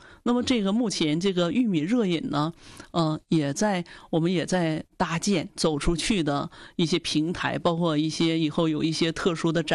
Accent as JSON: {"language": "Chinese", "town": "Gongzhuling", "region": "Jilin", "country": "China", "tie": "born or raised there", "said": "我作为咱们家乡人"}